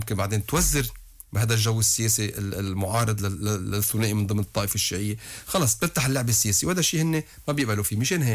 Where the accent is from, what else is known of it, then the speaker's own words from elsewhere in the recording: Lebanon; نحن بعدنا لهلا كلنا كلبنانيين عم نقول للدوله اللبنانيه نحن بدنا تكوني انت القويه